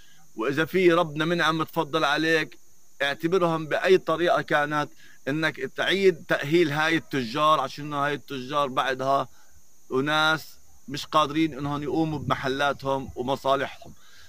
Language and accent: Arabic; Nablus, West Bank, Palestine; أنا أول إشي من نابلس من جبل النار